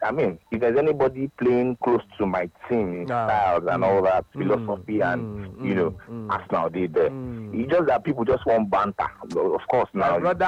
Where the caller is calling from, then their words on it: Accra, Greater Accra, Ghana; Man, I'm calling from Accra.